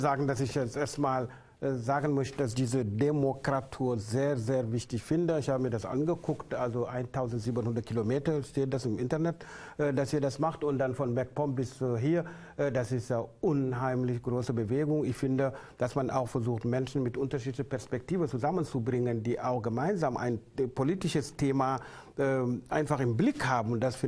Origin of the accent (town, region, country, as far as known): Senegal; now in Germany